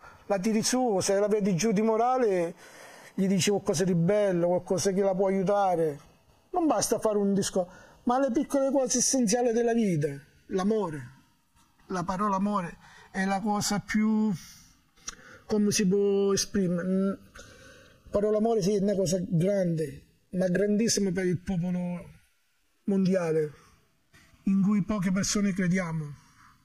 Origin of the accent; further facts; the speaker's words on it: Catania, Sicily, Italy; moved away as an adult; now in Comunanza, Italy; vengo da Catania, un paese che si chiama Grano sotto le pendici dell'Etna. Da circa 11-12 anni mi sono trasferito nelle Marche, in un paese che si chiama Comunanza.